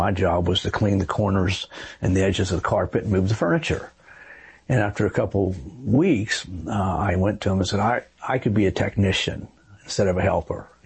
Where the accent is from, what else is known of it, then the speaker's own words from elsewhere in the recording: California, United States; born there; And so I was born in Southern California.